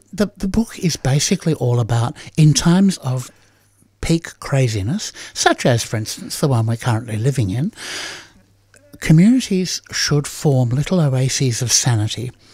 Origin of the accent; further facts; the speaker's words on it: England, United Kingdom; it was a famous victory, and we should celebrate it as English folk